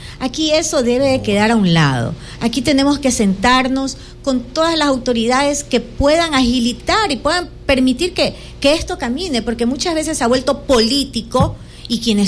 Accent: Babahoyo, Los Ríos, Ecuador; yo soy de Babahoyo.

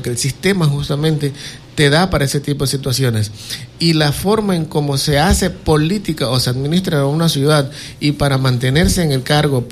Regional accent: Quevedo, Los Ríos, Ecuador; Nosotros que nacimos, hemos crecido aquí en Quevedo y nos hemos desarrollado profesionalmente aquí en Quevedo

